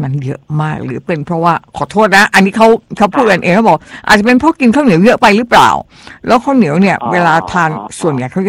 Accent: Chiang Mai, Thailand; ดิฉันเป็นคนเหนือค่ะเป็นลูกสาวคนเหนือลูกสาวคนเชียงใหม่เลยเจ้า

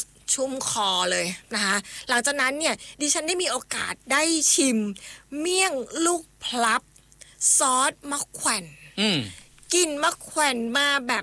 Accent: Chiang Mai, Thailand; เราเป็นคนเชียงใหม่เอง

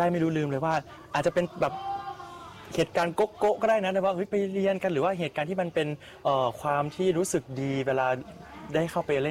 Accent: Northern Thailand, Thailand; เสียงที่มันคุ้นหูเราคนเหนือจะคุ้นหูอยู่แล้วสะล้อซอซึงนะฮะ

